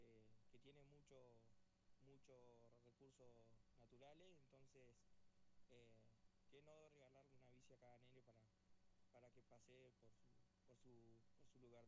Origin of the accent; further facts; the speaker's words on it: Las Lajas, Neuquén, Argentina; yo soy de Las Lajas, soy profe de educación física, estoy trabajando en Uncal